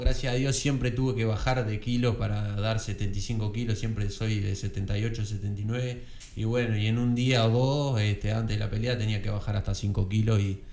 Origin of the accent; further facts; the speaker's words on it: Uruguay; soy campeón uruguayo de boxeo